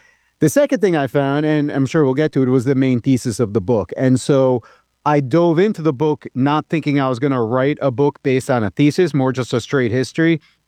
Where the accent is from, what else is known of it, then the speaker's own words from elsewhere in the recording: New York, United States; I grew up in New York.